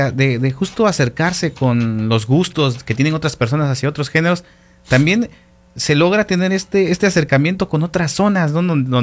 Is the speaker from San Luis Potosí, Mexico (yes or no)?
no; Oaxaca, Mexico; del estado de donde yo soy, de Oaxaca.